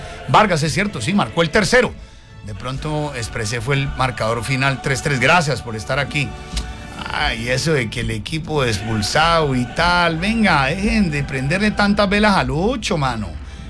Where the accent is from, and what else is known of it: Colombia